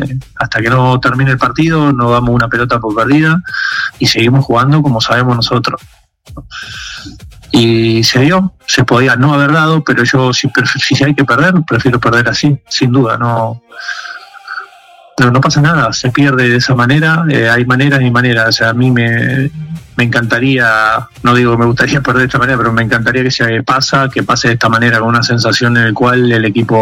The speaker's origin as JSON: {"language": "Spanish", "country": "Argentina", "said": "pero yo creo que los argentinos entendemos que somos esto."}